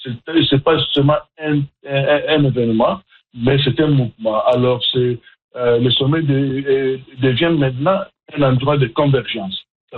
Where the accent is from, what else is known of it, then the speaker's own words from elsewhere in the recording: Atlantic Canada, Canada; comme vous le savez, moi, je suis de l'Atlantique